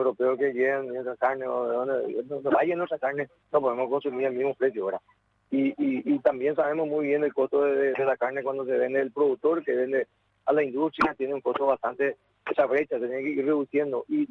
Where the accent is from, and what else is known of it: Paraguay